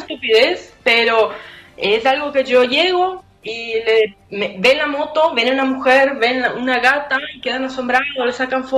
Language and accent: Spanish; Fracrán, Misiones, Argentina; also born or lived in San Vicente; now in Brazil; yo me vine a Brasil hace un par de meses atrás por la situación económica que estaba pasando, porque yo soy de Fracrán, pero vivía en San Vicente.